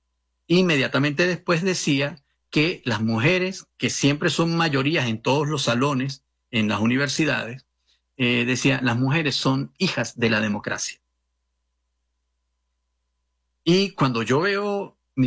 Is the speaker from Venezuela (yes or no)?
yes; Venezuela; pero en el fondo nosotros como venezolanos que habitamos el país, todavía no hemos visto los efectos de esa acción de ese día.